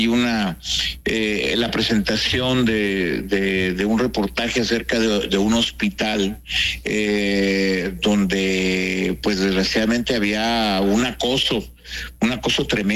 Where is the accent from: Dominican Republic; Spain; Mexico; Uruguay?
Mexico; Torreón, Coahuila; moved away as an adult; now in Baja California, Mexico; A mí a los 2 años me llevaron a Torreón, entonces hasta 23 años, y de ahí, bueno, viajando por la República, y ya tenemos 37 años allá en Baja California.